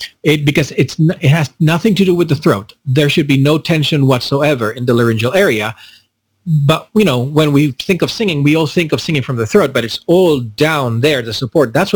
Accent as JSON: {"language": "English", "country": "Ecuador", "said": "In Latin America, I'm originally from Ecuador"}